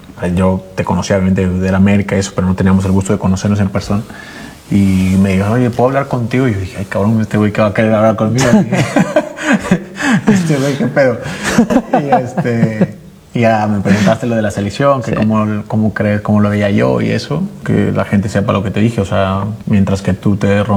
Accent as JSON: {"language": "Spanish", "country": "Mexico", "said": "si yo como mexicano lo veía correcto."}